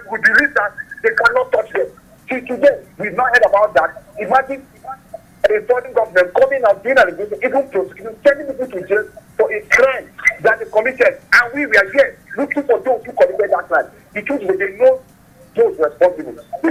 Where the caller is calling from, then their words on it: Shanghai, China; I'm calling you from Shanghai.